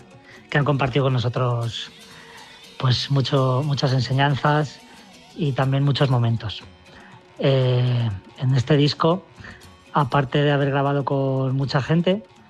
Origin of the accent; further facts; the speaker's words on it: Tarancón, Castilla-La Mancha, Spain; ya sabéis que somos de Tarancón, conquenses